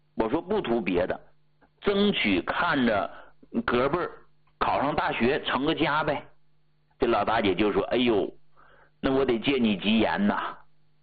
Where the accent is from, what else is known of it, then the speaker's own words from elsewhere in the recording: Hegang, Heilongjiang, China; moved away; 我老家不黑龙江的吗？黑龙江鹤岗的，啊，那个地方冷